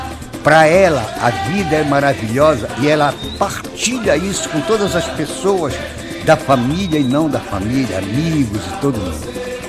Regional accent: Pará, Brazil; nós, como paraenses que somos, nato Papa Chibé

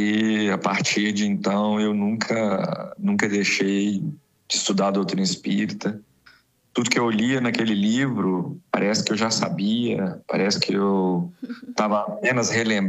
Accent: Capelinha, Minas Gerais, Brazil; Eu cresci em Capelinha. Eu estudei na escola Coronel Coelho, ali na praça, no centro de Capelinha

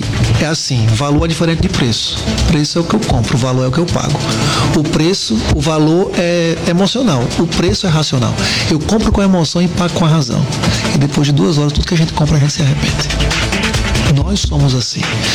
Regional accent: Paraíba, Brazil; E eu fiz em São Paulo e trouxe para Paraíba por ser paraibano.

